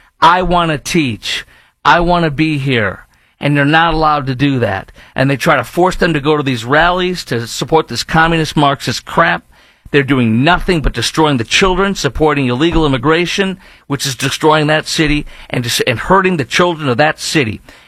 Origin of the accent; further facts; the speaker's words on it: Chicago, Illinois, United States; I mean, I mentioned I fill in my hometown of Chicago regularly